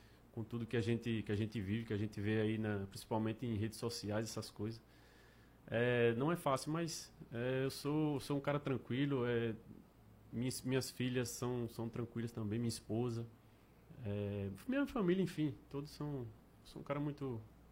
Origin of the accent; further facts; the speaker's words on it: Maceió, Alagoas, Brazil; Na verdade, o Nordeste todo é tudo parecido. Eu, como sou de Maceió, então... Não muda muita coisa, né?